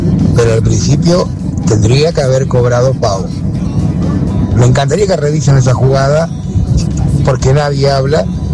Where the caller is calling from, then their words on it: Rojas, Buenos Aires Province, Argentina; de Rojas.